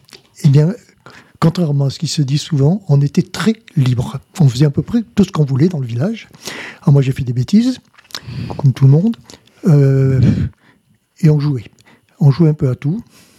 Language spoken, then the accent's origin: French; Luc, France; moved away as an adult; je suis un pur Lucois, je suis né à Luc. Je suis parti longtemps pour des raisons professionnelles et je suis revenu en retraite à Luc.